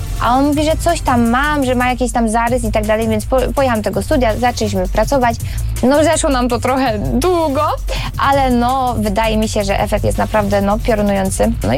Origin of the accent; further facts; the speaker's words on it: Lesser Poland, Poland; tutaj u nas na Podhalu